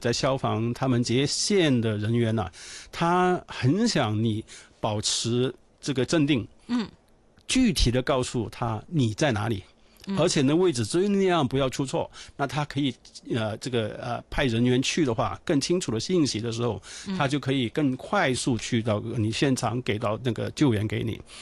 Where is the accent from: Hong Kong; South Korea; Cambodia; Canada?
Hong Kong; 我们香港人是不太懂分东西南北的吧？